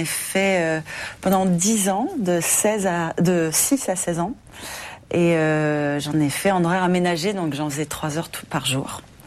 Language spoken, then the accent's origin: French; Paris, Île-de-France, France; born there; Oui, je suis née à Paris.